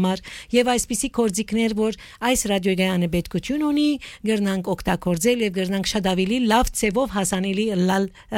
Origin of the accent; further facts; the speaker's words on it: Aleppo, Aleppo Governorate, Syria; բոլորը այսպիսի ձրակերներ եկա, որ Սուրիո մեջ, Հալեբի մեջ մեզի այնքա